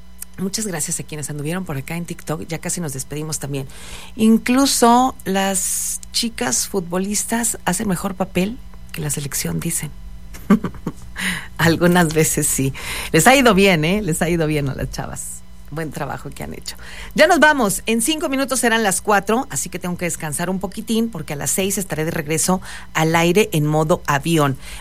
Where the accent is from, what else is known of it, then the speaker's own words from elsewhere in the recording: Mexico; soy mexicana, vivo en México, claro está.